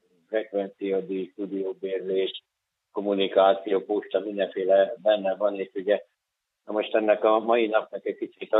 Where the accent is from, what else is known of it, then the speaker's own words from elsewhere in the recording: Somogy, Hungary; Ugye mifelénk Somogyba, ahonnan én származom, ugye az a mondás járja